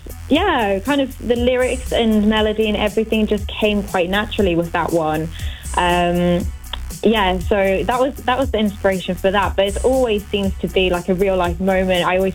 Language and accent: English; Kettering, East Midlands, United Kingdom; Born and bred in Kettering. I think Kettering's a colourful place, you know. Loads of little like music bars and things going on